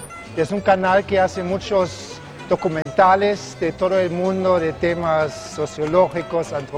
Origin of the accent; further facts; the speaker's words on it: Germany; Nosotros somos de Alemania